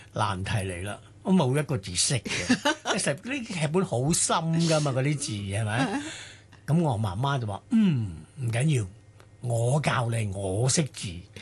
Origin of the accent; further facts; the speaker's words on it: Hong Kong Island, Hong Kong; 嗰時 住柴灣第一段啊